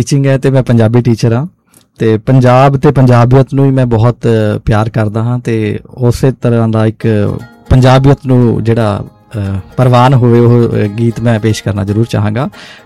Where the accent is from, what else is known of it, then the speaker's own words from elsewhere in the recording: Punjab, India; ਅਸਲ 'ਚ ਮੈਂ ਜਦੋਂ ਆਪਣੇ ਪਿੰਡ 'ਚ ਰਹਿੰਦਾ ਸੀਗਾ, ਪੰਜਾਬ 'ਚ, ਬੇਸਿਕਲੀ ਮੇਰਾ ਜਨਮ ਜਿਹੜਾ ਪੰਜਾਬ ਦਾ ਹੈ, ਮੋਹਾਲੀ ਡਿਸਟ੍ਰਿਕਟ ਹੈ ਮੇਰਾ